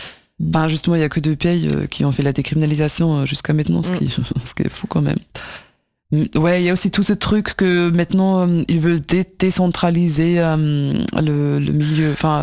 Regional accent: Germany; now in Paris, France; Je suis allemande, hein.

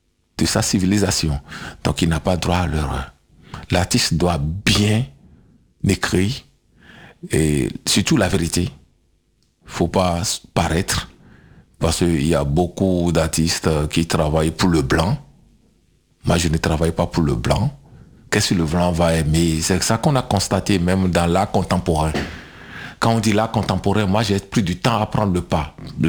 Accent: Benin; je me considère comme artiste béninois, après africain

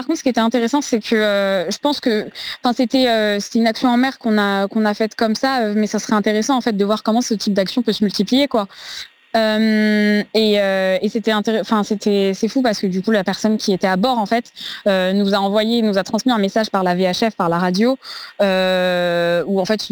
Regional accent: France; en tant qu'Européens et en tant que Français d'autant plus, c'est notre héritage aussi

